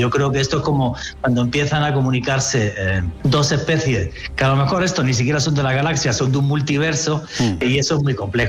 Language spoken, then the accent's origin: Spanish; Spain; pues soy español y tremendamente feliz de poder colaborar contigo, sobre todo, y también con medios de comunicación españoles.